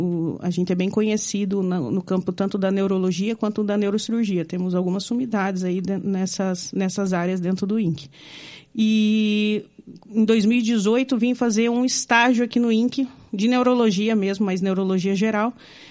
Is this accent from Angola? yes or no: no; Pereira Barreto, São Paulo, Brazil; born there; Nasci em Pereira Barreto, uma cidade bem pequena.